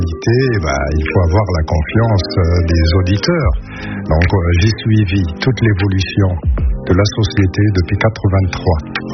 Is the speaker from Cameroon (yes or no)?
no; Morocco; now in Lille, France; Ouais, je viens du sud, du sud. En fait, du sud de la Méditerranée, je viens du Maroc.